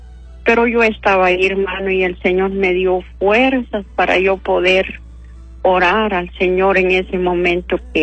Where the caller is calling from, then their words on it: San Marcos de Guajiquiro, La Paz, Honduras; de aquí, de San Marcos, Guajiquiro, en el departamento de La Paz.